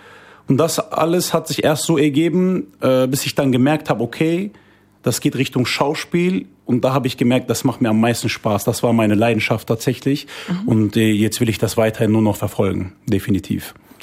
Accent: North Rhine-Westphalia, Germany; komme aus Riedberg, NRW. Und ursprünglich kommen meine Eltern aus Hatay. Und ich selber bin dann in Deutschland geboren und aufgewachsen. Genau. Und bin 31 Jahre alt.

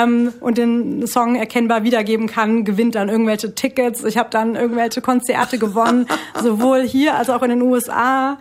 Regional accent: Kelkheim, Hesse, Germany; born there; also born or lived in Frankfurt; Ich war damals in Kelkheim auf einer Schule.

